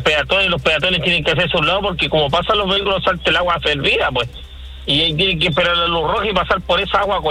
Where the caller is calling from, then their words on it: Viña del Mar, Valparaíso, Chile; yo lo llamo de Viña del Mar, y acá yo soy conductor de la locomoción colectiva